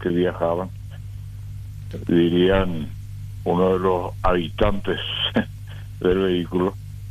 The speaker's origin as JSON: {"language": "Spanish", "town": "Ypacaraí", "region": "Central", "country": "Paraguay", "tie": "born or raised there", "said": "me estoy yendo a Ciudad del Este, de mi ciudad natal, es Ipacaraí"}